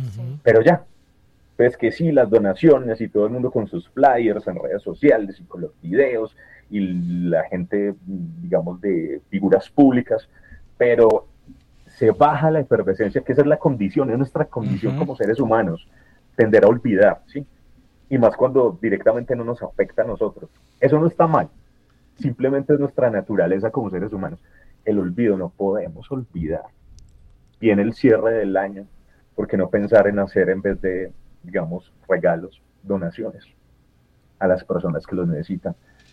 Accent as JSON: {"language": "Spanish", "town": "Pereira", "region": "Risaralda", "country": "Colombia", "tie": "born or raised there", "moved": "as an adult", "lives_now": "Bogotá, Colombia", "said": "¿Cómo se puede sentir uno como pereirano? Ver la ciudad donde uno nació, creció, bueno, yo vivo en Bogotá, pero yo con mucha frecuencia vengo aquí a Pereira"}